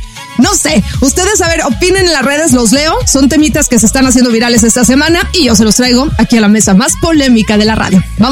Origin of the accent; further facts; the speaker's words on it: Mexico; así no somos los latinos ni los mexicanos.